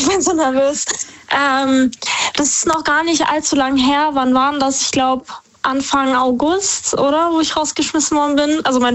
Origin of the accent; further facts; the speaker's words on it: Heidelberg, Baden-Württemberg, Germany; Ich komme aus Heidelberg.